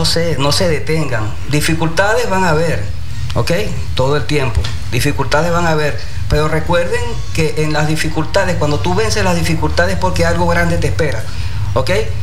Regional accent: Caripito, Monagas, Venezuela; also born or lived in Caracas; now in Maturín, Venezuela; Yo nací en Caripito, estado Monagas. Nací en Caripito, y me crié en Caripito. Estuve un tiempo viviendo en Caracas.

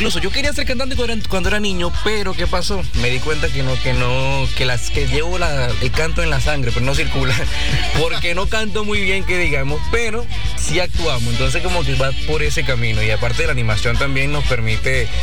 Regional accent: Anzoátegui, Venezuela; moved away as an adult; now in Maturín, Venezuela; Acá yo soy foráneo, como les comenté, yo soy de Anzoátegui. Yo tengo 25 años, 25 años

